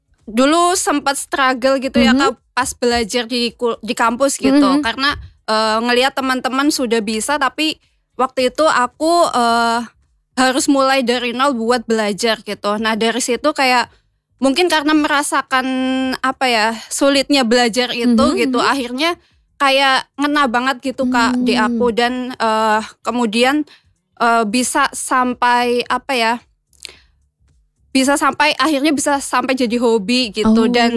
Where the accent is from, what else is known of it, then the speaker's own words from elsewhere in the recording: Kebumen, Central Java, Indonesia; aslinya dari Kebumen.